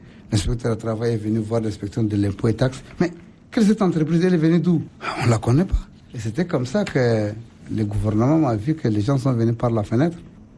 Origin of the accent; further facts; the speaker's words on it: Chad; moi je suis un Tchadien